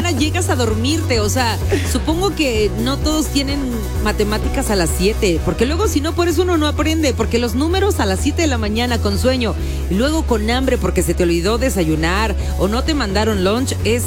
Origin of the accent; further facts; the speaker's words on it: Oaxaca, Mexico; porque yo soy oaxaqueña